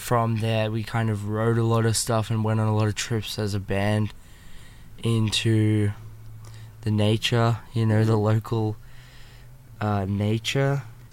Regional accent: Australia; We are Australian.

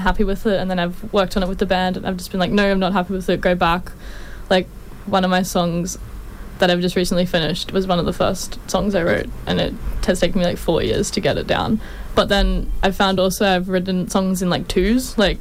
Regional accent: Queensland, Australia; I'm from North Queensland, so definitely used to the heat.

